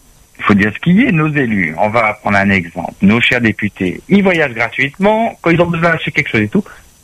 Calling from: Réunion

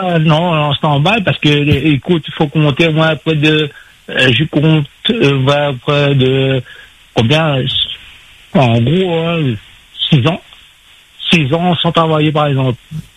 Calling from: Réunion; Non, je suis à La Réunion, là.

